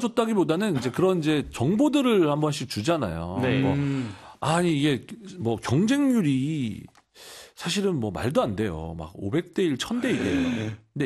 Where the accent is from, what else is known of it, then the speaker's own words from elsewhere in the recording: Yeongju, North Gyeongsang, South Korea; 병원을 그만뒀을 때는 개그맨 시험 붙을 때까지 그 경북 영주, 저희 고향에 내려오지 말라고 했었습니다